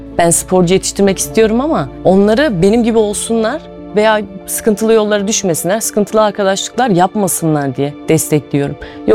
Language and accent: Turkish; Kayseri, Turkey; Kayseriliyim. 29 yaşındayım.